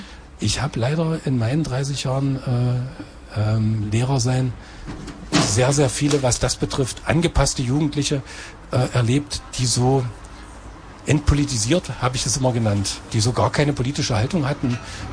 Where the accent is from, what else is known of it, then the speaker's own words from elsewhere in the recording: Saxony-Anhalt, Germany; unser schönes Sachsen-Anhalt, und ich liebe meine Heimatstadt über alles